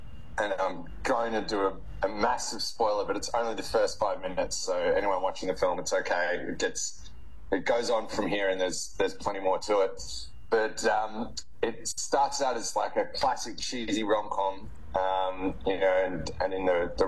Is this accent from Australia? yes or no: yes; Australia; moved away as an adult; brought up as a good Aussie boy